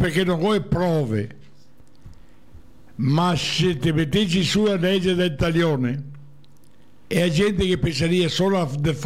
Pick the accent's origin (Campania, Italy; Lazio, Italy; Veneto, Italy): Veneto, Italy; Venice; mi sono veneziano